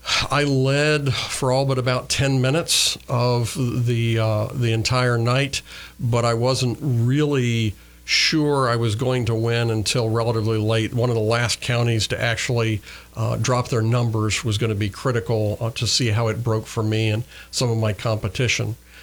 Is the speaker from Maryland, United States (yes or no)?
no; Brownsburg, Indiana, United States; I'm a 7th-generation Hoosier. I was raised in Brownsburg, Indiana.